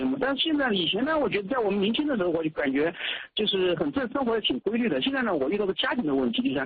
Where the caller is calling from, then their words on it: Jiangsu, China; 因为我是江苏的嘛。